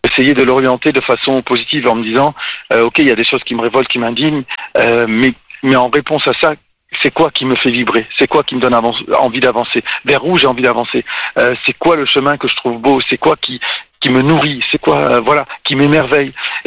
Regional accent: France; je suis né, j'ai grandi en France, c'est un pays magnifique

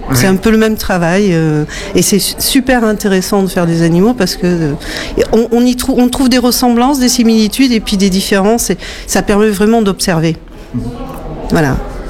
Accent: Nouvelle-Aquitaine, France; c'est une terre que je connais depuis mon enfance parce que j'ai passé mon enfance dans le Médoc et j'y suis restée fidèle

